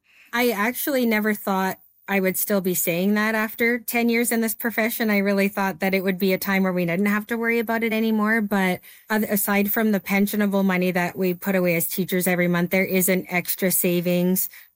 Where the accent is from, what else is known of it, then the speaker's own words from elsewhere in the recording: Lethbridge, Alberta, Canada; I am from Lethbridge, Alberta.